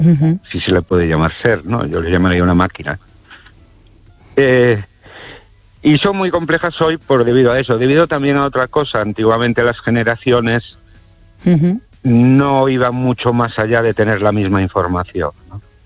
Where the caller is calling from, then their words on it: Ourense, Galicia, Spain; Buenas noches, Esther y oyentes … de Orense.